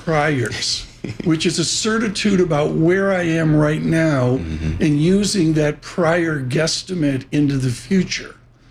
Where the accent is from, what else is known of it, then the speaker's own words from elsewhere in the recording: Canada; I'm very Canadian.